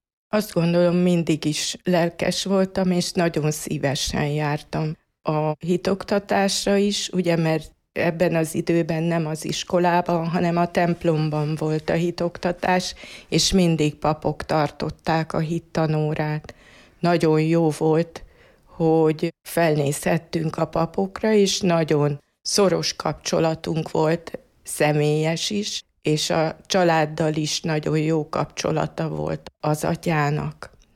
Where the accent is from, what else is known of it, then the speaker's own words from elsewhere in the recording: Budapest, Hungary; born there; A 70-es években a 9. kerületben laktunk, és ott jártam általános iskolába